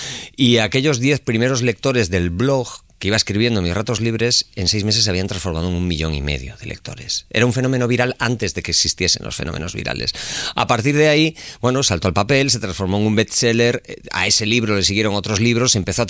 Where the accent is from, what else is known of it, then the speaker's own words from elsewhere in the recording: Pontevedra, Galicia, Spain; era un crío con 17 añitos. La primera vez que me vi delante de un micrófono fue en la SER de Radio Pontevedra, que es de donde yo soy.